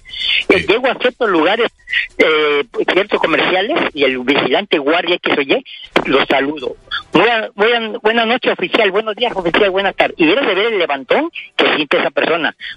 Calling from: Boca del Río, Veracruz, Mexico; Con el señor … tengo 63 años, vivo en Boca del Río.

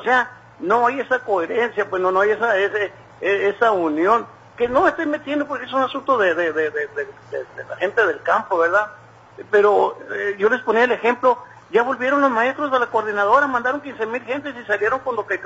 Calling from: Mexico

